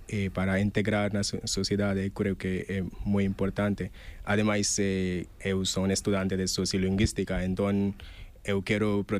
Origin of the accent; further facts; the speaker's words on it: India; Galician is a second language; eu son da India, da unha región como Galiza, que temos 4 linguas, 4 linguas minoritarias que hai xente que non falan.